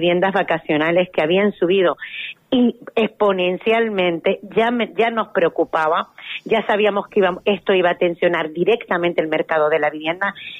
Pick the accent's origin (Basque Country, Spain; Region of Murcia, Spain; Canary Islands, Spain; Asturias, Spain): Canary Islands, Spain; Lanzarote; es con mi isla y con mi tierra.